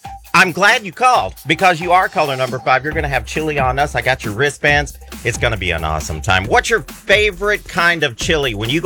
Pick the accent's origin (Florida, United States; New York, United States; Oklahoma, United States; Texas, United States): Texas, United States; Gladewater; I'm from Gladewater.